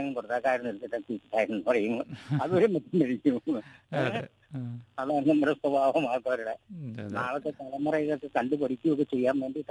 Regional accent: Koothattukulam, Kerala, India; കുത്താട്ടുകുളത്താണ് ജനിച്ചു വളർന്നത്.

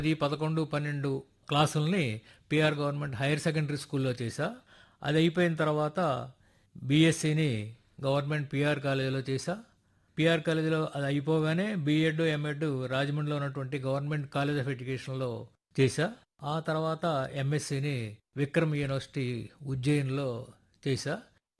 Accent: Kakinada, Andhra Pradesh, India; నేను పుట్టింది పెరిగింది అంతా కాకినాడలోనే జరిగింది.

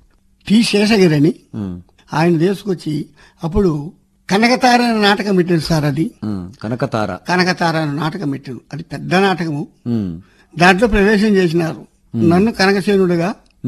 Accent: Andhra Pradesh, India; మాది గుబ్బూరు గ్రామం.

